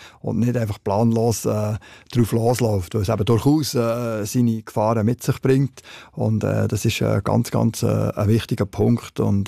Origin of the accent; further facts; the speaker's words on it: Switzerland; Und bei uns in der Schweiz geht es, mit Ausnahme vom Gipfel, geht es immer weiter